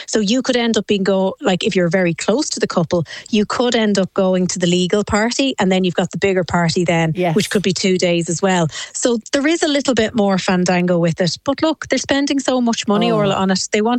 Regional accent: Ireland; as Irish, we're always very conscious

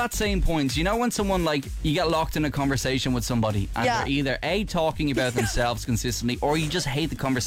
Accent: Ireland; as Irish people

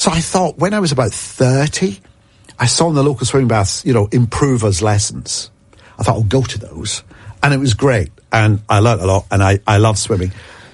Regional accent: Scotland, United Kingdom; So, you know, being Scottish... I will be Scottish and Italian, you know, I've got the best of both.

